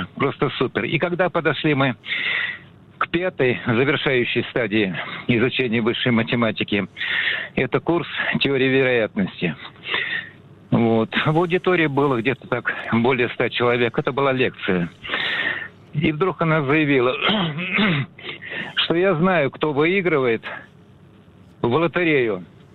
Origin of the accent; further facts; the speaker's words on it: Moscow, Russia; Я из Москвы.